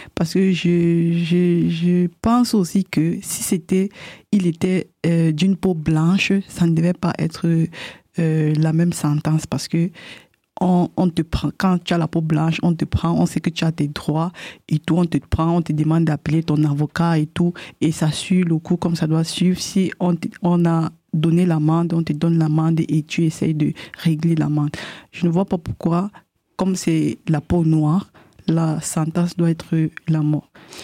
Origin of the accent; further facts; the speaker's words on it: Cameroon; En tant que Camerounaise, moi, je veux que justice soit faite